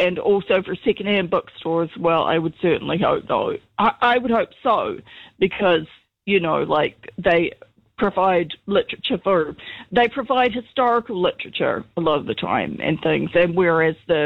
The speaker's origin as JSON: {"language": "English", "town": "Hamilton", "region": "Waikato", "country": "New Zealand", "also_born_or_lived": "Christchurch", "said": "I just want to say that I lived in Christchurch prior to the earthquake. I'm not a Cantab. I'm from Hamilton, but I moved to Christchurch a couple of times, and I really enjoyed it."}